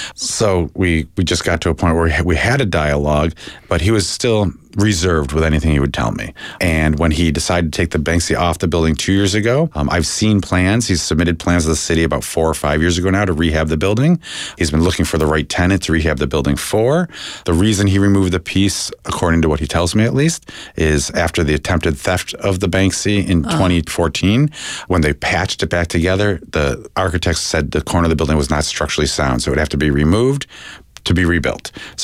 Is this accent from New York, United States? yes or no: yes; Buffalo, New York, United States; now in New Orleans, United States